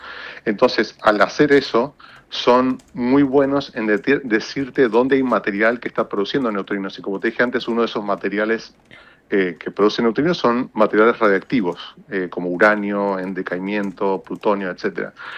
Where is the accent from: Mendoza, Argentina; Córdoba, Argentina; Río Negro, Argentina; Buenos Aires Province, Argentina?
Mendoza, Argentina; San Rafael; born there; moved away; also born or lived in General Alvear, Mendoza / Real del Padre, Mendoza; Así que después nos mudamos a San Rafael y bueno, ahí fui a la universidad y la mayor parte de mi vida en Argentina, en Mendoza, la pasé en San Rafael, pero nací en Alvear.